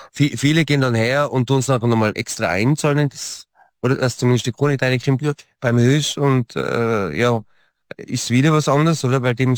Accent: Innsbruck, Tyrol, Austria; ich komme aus Innsbruck, oder?

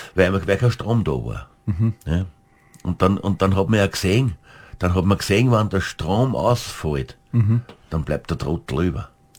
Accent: St. Pölten, Lower Austria, Austria; also ich liebe mein Heimatort, St. Pölten

